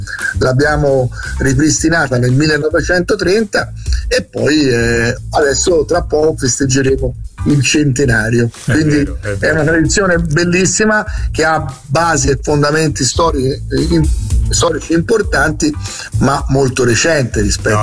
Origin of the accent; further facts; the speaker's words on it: Florence, Tuscany, Italy; siamo fiorentini e non siamo senesi.